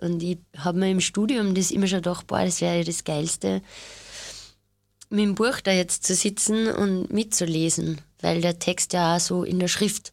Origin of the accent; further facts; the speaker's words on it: Mauthausen, Upper Austria, Austria; moved away as an adult; also born or lived in Linz; now in Vienna, Austria; Also ich bin in der Nähe von Linz aufgewachsen, Mauthausen, und bin halt in Linz in die Schule gegangen, ins Stiftergymnasium, in den Musikschwerpunkt.